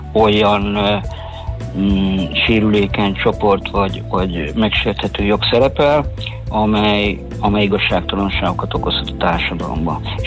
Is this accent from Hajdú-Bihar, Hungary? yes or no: no; Borsod-Abaúj-Zemplén, Hungary; Mi a Borsod megyei vagyok